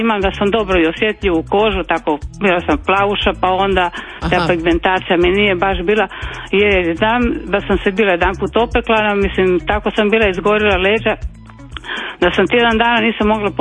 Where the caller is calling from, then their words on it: Rijeka, Primorje-Gorski Kotar County, Croatia; ja sam tu iz Rijeke, meni nije daleko